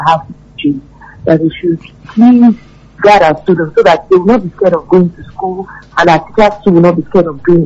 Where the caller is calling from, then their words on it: Ibadan, Oyo, Nigeria; I'm calling from Bodija.